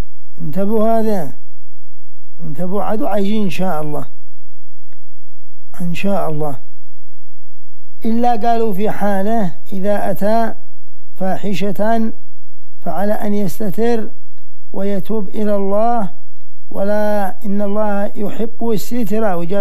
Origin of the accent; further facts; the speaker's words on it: Sanaa, Amanat Al Asimah, Yemen; عندنا في صنعاء